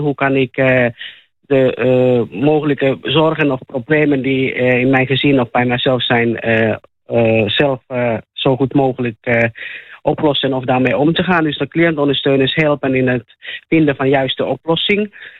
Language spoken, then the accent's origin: Dutch; Finland; accent: Finnish; Dutch is a second language; now in Netherlands; Het accent komt uit Finland.